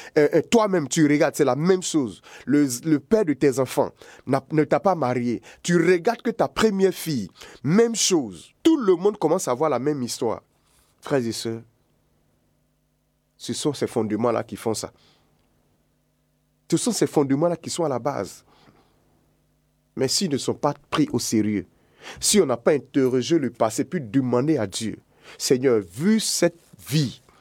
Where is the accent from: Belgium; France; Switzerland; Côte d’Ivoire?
Côte d’Ivoire; Chez nous, en Côte d'Ivoire, ça se dit.